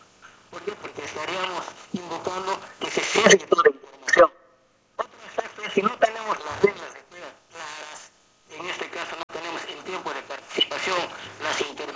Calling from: Challhuahuacho, Apurímac, Peru; al distrito de Chalhuacho, de donde yo soy

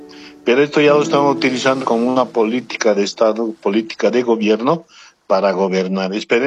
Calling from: Bolivia; desearme a mí también como boliviano y sentirme orgulloso de ser boliviano

